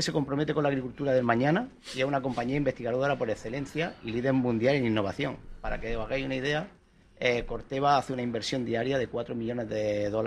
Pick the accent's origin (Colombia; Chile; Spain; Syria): Spain; Almería, Andalusia; Sí, yo soy almeriense.